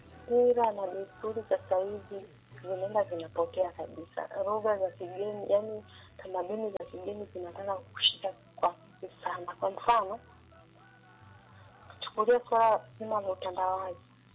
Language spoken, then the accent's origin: Swahili; Tanzania; mimi wazazi wangu ni ndio mimi ni Msukuma, lakini sasa mila na desturi za Kisukuma mpaka leo hii mila zijua za juu sana, za ndani sizijui.